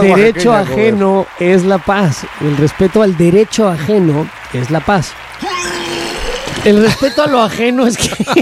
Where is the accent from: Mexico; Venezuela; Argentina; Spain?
Mexico; now in Chicago, United States; Yo soy una persona que emigró a los Estados Unidos, voy y vengo, trabajo en México, ahí gano mi dinero, pero vivo en Estados Unidos